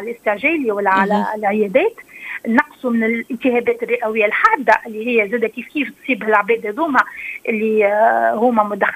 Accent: Tunisia; احنا بلادنا تونس

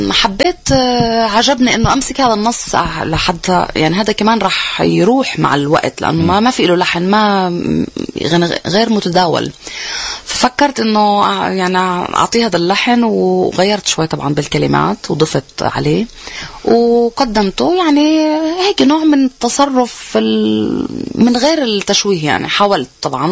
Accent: Palestine; ولدت بفلسطين تحت الاحتلال كل حياتي تحت الاحتلال

